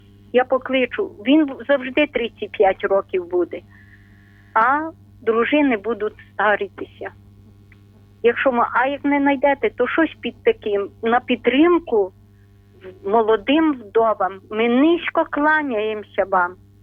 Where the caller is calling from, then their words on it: Ternopil Oblast, Ukraine; Ми з України. Тернопільщина, ….